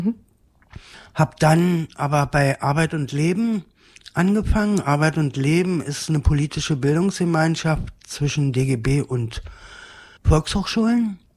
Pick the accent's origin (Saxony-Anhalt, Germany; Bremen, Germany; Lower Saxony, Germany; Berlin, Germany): Berlin, Germany; born there; Also ich bin in Berlin-West geboren.